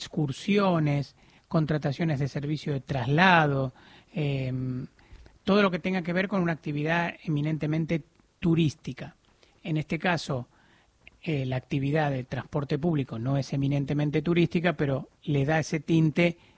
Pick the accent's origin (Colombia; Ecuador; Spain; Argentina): Argentina